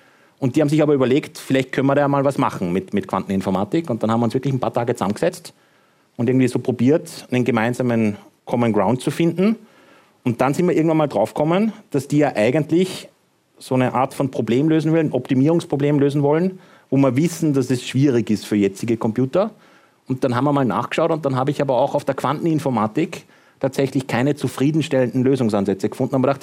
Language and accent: German; Hagenberg, Upper Austria, Austria; Schön, dass Sie meinen Heimatort so eloquent beschreiben.